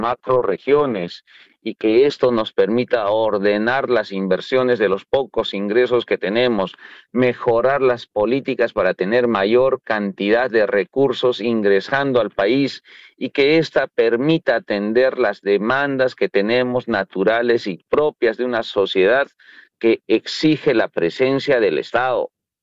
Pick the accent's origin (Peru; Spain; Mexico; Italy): Peru; quienes nos lo dieron la lección son nuestros padres, los incas